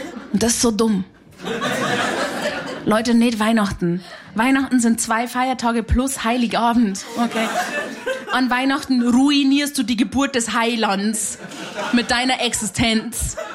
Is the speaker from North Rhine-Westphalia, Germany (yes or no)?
no; Simbach, Bavaria, Germany; Meine Leitung war sehr lang, weil ich bin aus Hanusdorf bei Simbach bei Landa in der Isar. Da gibt's sowas nicht.